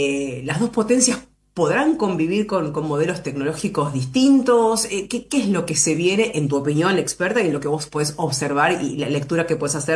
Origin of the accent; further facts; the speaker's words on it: Argentina; ¿En qué punto o en qué lugar nos paramos como sociedad argentina frente a esta tecnología?